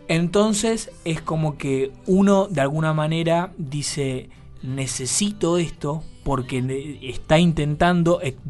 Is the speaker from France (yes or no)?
no; Argentina; como somos los argentinos